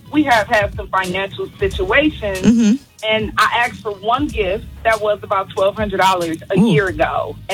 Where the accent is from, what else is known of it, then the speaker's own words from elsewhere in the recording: Detroit, Michigan, United States; Like I said, I'm from Detroit, so I asked for some buffs.